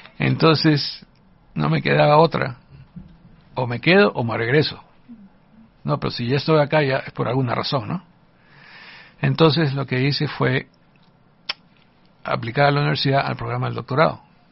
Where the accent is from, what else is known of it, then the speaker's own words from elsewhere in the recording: Peru; moved away as an adult; Por ejemplo, yo vine del Perú ya con una licencia, con un título profesional, ¿okay?